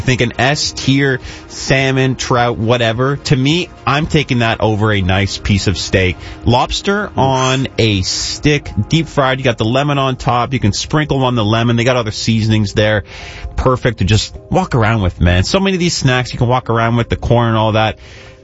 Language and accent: English; Toronto, Ontario, Canada; This fast food restaurant was a massive part of my childhood growing up in Toronto. And there was one down in the beaches where I'm from on Queen Street.